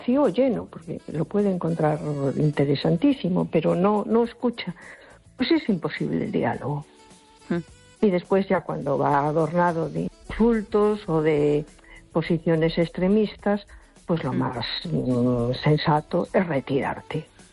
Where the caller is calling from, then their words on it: A Coruña, Galicia, Spain; Hola, buenas noches. … de Coruña.